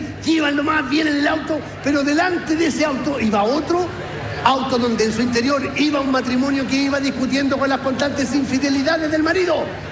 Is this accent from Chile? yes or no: yes; Chile; somos chilenos, aquí se habla, weón, como en Chile